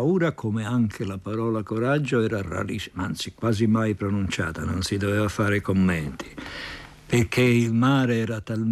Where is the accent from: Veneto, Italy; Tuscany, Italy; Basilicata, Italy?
Tuscany, Italy; Viareggio; sono nato nel Piazzone e in piazza Cavour, la farmacia di mio padre era nel Piazzone e lì c'erano tutti i figli di marinai. Viareggio era incredibilmente diverso.